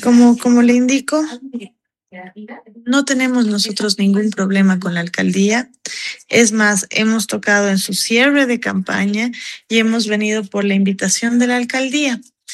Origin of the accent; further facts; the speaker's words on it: Bolivia; prácticamente todo mi personal, incluida yo, somos bolivianos.